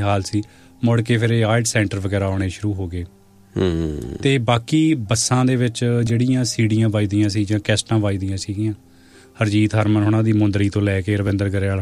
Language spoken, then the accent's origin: Punjabi; Narangwal, Punjab, India; born or raised there